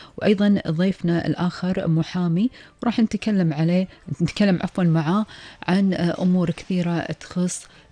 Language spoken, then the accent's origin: Arabic; Kuwait; عن أخبار الديرة وآخر المستجدات في ديرتنا الحبيبة الكويت